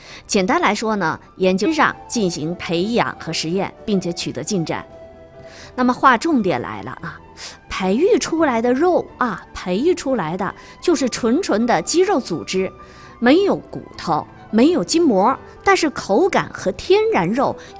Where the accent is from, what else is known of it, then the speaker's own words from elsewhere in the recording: Northeast China, China; 咱们东北人啊，就愿意招呼咱们的街坊邻里啊